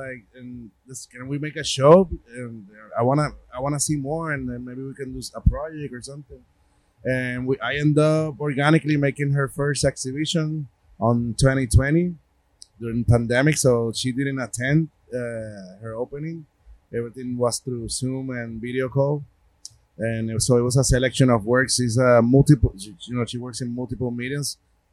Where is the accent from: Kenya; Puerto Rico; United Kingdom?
Puerto Rico; accent: Puerto Rican; You know, my Puerto Rican accent, which I'm very proud of.